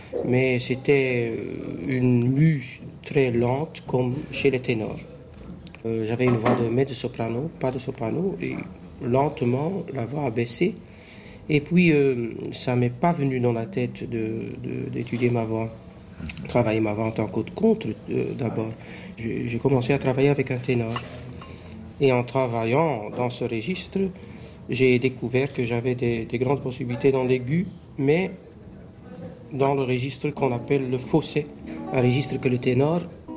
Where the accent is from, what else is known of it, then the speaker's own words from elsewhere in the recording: Ghent, Flanders, Belgium; j'ai toujours beaucoup chanté quand j'étais petit dans une maîtrise de la cathédrale chez nous à Gand.